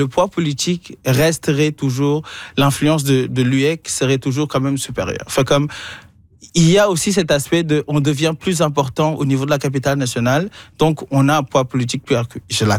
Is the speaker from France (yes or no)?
yes; Paris, Île-de-France, France; Il faut savoir que moi, je viens de Paris. Fait comme à ce moment, j'étais à Paris en train de profiter du ciel gris de Paris.